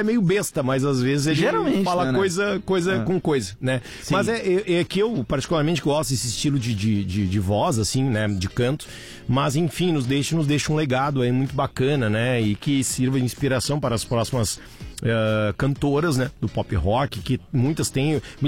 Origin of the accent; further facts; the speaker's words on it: Rio Grande do Sul, Brazil; Ah, eu sou gaúcho.